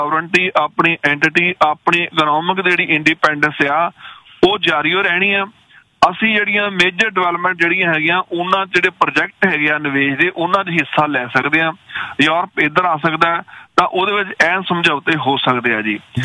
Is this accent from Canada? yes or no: yes; Canada